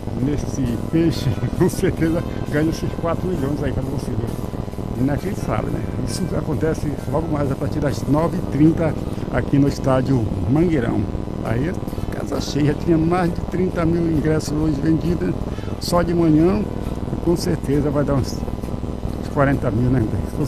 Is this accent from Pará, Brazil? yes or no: yes; Pará, Brazil; A gente somos paraense